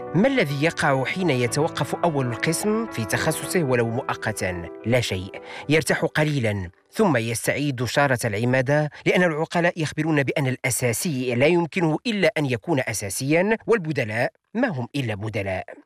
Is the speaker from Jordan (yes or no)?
no; Morocco; هذا الفيلم صور الجزء الأكبر منها عندنا في المغرب